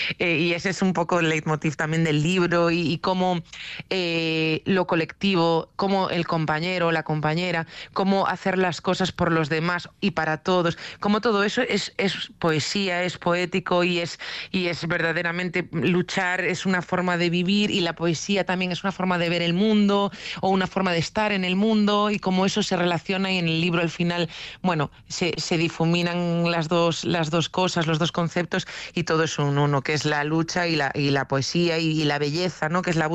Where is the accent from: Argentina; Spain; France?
Spain; Vigo, Galicia; yo soy de Vigo